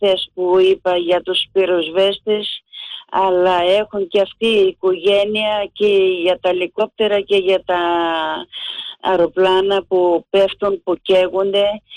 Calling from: Piraeus, Attica, Greece; είμαι από τον Πειραιά.

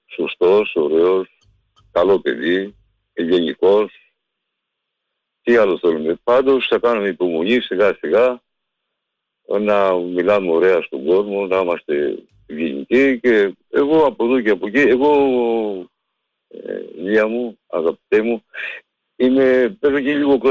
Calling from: Karya, Ionian Islands, Greece; είμαι και από τη Λευκάδα εγώ τώρα

